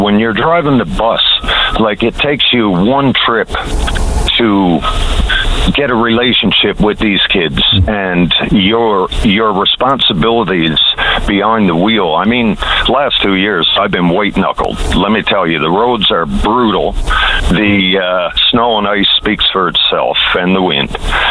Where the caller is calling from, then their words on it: St. Anthony, Newfoundland and Labrador, Canada; This morning, I'm calling from St. Anthony.